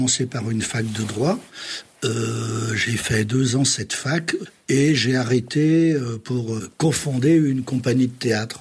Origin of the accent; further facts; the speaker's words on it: Dijon, Bourgogne-Franche-Comté, France; je viens de Dijon